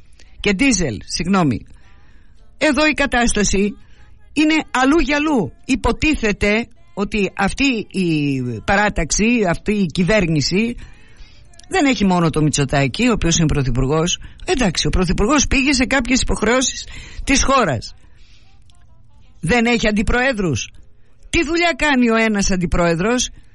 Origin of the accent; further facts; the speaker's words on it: Greece; εγώ μετράω σαν Έλληνας πολίτης το αποτέλεσμα.